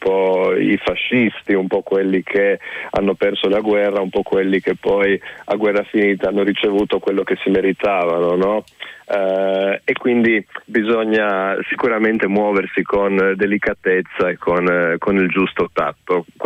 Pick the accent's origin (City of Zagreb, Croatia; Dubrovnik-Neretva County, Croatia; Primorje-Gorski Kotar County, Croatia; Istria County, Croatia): Primorje-Gorski Kotar County, Croatia; Rijeka; accent: Fiuman dialect; il dialetto fiumano che oggi parliamo a Fiume